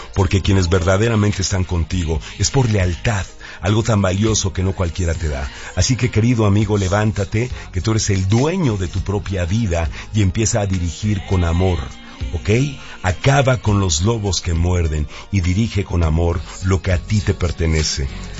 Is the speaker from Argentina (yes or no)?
no; Mexico; todos nosotros, como mexicanos, somos los anfitriones